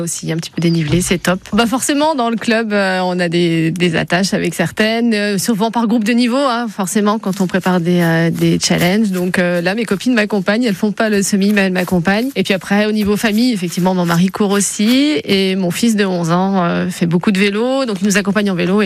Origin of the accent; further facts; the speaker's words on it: Grand Est, France; je suis de Vosges et ma passion, c'est le sport.